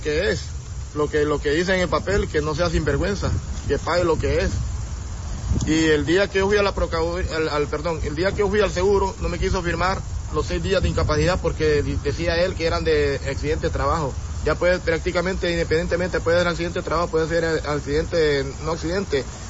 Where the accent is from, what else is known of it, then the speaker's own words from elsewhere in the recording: Honduras; Porque yo soy hondureño, pero no me van a ver la cara.